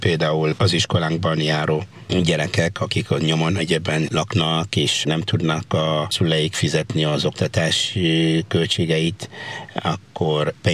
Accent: DR Congo; now in Hungary; a Kongóban, ahonnan származom

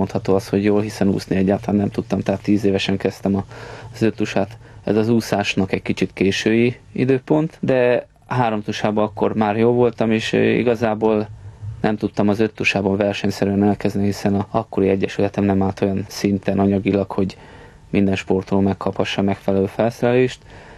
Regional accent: Budapest, Hungary; Nem, belvárosi gyerek voltam, tehát a 8. kerületbe születtem. Később, amikor önálló lakásom lett, akkor költöztem Újpestre.

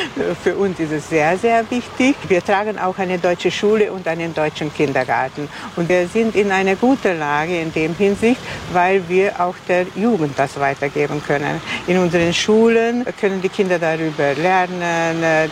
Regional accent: Liptód, Baranya, Hungary; now in Bóly, Hungary; Ich stamme aus Liptow, aus Litauen. Ja, ein ganz kleines Dorf in der Pranau, aber nicht weit von hier. Und ich lebe seit Jahrzehnten, seit über 40 Jahren jetzt schon hier in Buhl.

